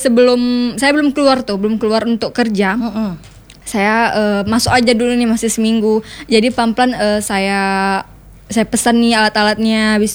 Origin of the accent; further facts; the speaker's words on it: Takengon, Aceh, Indonesia; moved away as an adult; now in Lhokseumawe, Indonesia; saya orang Takengon.